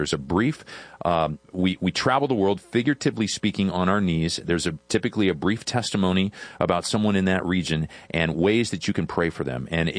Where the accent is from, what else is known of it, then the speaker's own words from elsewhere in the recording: England, United Kingdom; I'm not gifted in language. But I'm English.